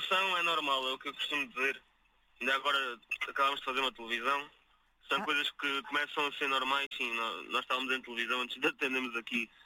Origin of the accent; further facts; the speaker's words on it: Alentejo, Portugal; Sabemos que o passo tem que ser sempre devagar, porque nós somos alentejanos.